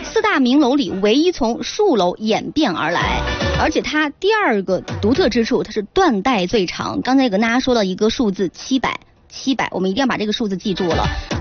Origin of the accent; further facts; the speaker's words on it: China; 更是我们中国人永不止步追求高远的精神象征